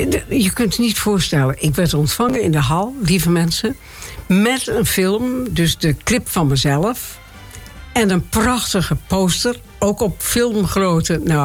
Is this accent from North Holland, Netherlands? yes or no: no; Groningen, Netherlands; born there; Ja, ik ben toch geboren in Groningen.